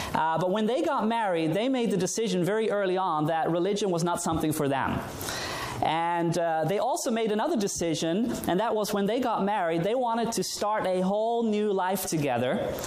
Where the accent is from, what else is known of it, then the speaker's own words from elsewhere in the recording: New Zealand; born there; And so I was born in New Zealand in 1980. So even though I look young, I'm 32.